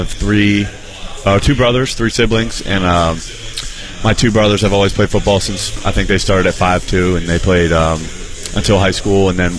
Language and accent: English; Palm Beach County, Florida, United States; I'm from Palm Beach County